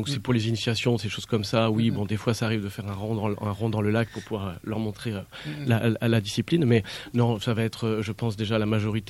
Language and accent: French; France; Donc chez nous, en France, on préfère dire pirogue